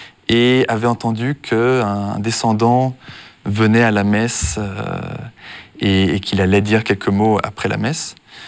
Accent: Switzerland; born there

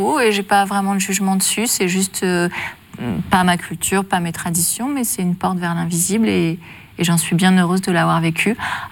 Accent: Paris, Île-de-France, France; Je suis une parisienne, très parisienne, assez mondaine.

